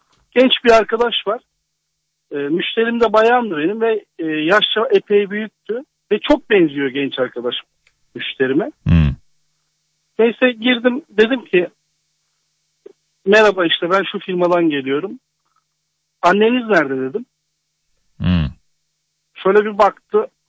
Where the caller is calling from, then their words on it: Muğla, Turkey; Muğla'dan arıyorum.